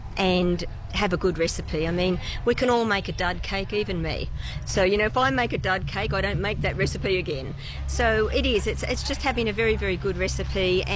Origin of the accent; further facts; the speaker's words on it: Cessnock, New South Wales, Australia; I'm from Cessnock.